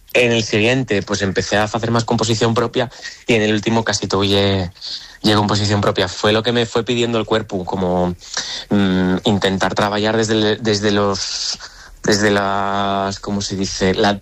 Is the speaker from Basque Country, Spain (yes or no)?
no; Oviedo, Asturias, Spain; yo soy de Ubieu